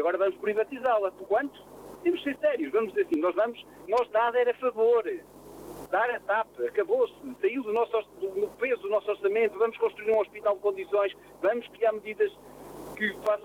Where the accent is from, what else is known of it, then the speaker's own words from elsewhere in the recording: Portugal; Enquanto nós, portugueses, não tivermos essa percepção do que é uma definição de Estado, vamos ter sempre um muro de lamentações.